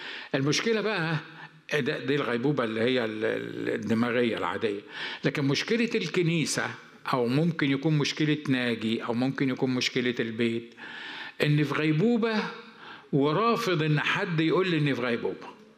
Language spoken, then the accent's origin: Arabic; Upper Egypt, Egypt